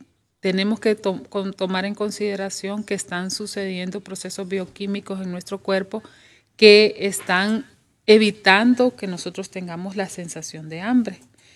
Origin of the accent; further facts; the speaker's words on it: Honduras; Y nosotros somos, los hondureños somos de sabores dulces, más de sabores dulces.